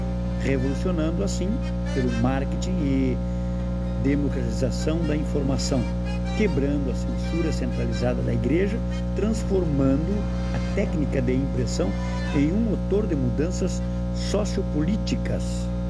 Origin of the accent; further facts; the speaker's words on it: Uruguaiana, Rio Grande do Sul, Brazil; Uruguaiana, minha terra